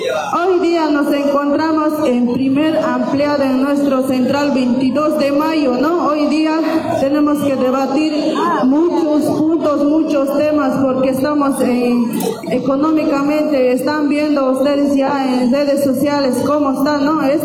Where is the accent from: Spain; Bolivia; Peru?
Bolivia; nosotros como bolivianos, como no nos podemos hacer derrotar con este gobierno, hermanos, hermanas